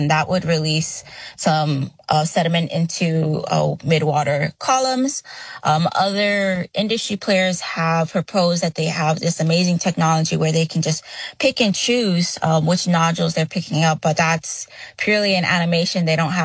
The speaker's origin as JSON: {"language": "English", "town": "Pago Pago", "region": "Eastern District", "country": "American Samoa", "tie": "born or raised there", "also_born_or_lived": "California, United States", "said": "I come from Pango Pango, American Samoa, specifically on the island of Tutuila. I am a Samoan Filipino born in California, so I'm a U.S. citizen. However, I was raised here for almost all my life, and so American Samoa is definitely my home."}